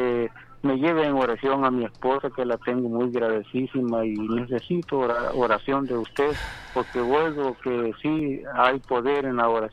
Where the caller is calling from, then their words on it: Los Lagartos, Sonsonate, El Salvador; De aquí de Los Lagartos, departamento de Sonsonate.